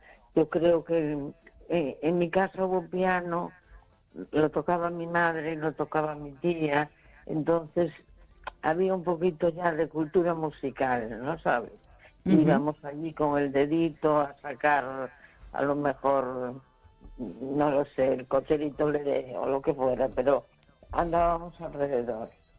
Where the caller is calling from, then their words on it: A Coruña, Galicia, Spain; de La Coruña.